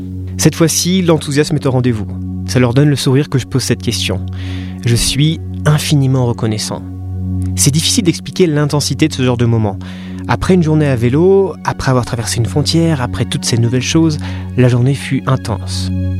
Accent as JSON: {"language": "French", "country": "France", "said": "je suis français."}